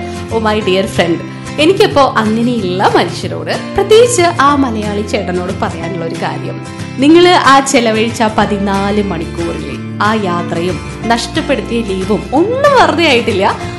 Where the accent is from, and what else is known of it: Kerala, India